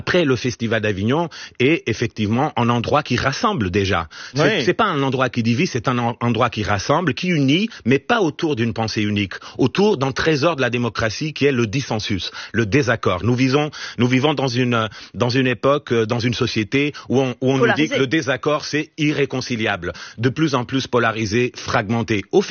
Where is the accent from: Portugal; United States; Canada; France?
Portugal; mais moi je suis portugais, donc je propose aussi cette alternative.